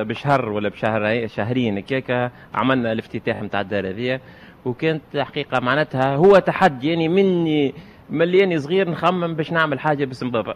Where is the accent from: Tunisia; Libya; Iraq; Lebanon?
Tunisia; Sousse, Sousse Governorate; ليني ولد المدينة وولد سكان المدينة.